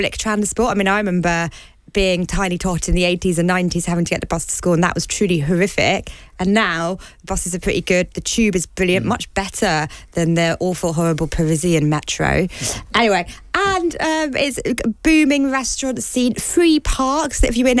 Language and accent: English; London, United Kingdom; I'm a Londoner from London, live in London and work in London.